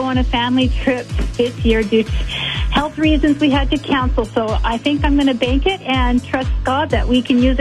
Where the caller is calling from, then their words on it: Abbotsford, British Columbia, Canada; I'm calling from Abbotsford.